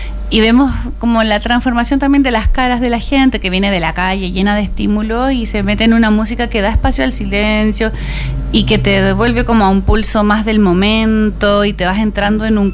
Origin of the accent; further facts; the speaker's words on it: Valparaíso, Chile; yo que soy de acá de Valpo desde chic